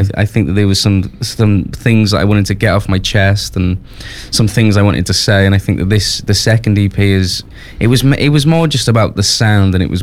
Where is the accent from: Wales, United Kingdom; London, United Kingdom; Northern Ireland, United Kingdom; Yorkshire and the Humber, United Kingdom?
Wales, United Kingdom; born there; I'm originally from West Wales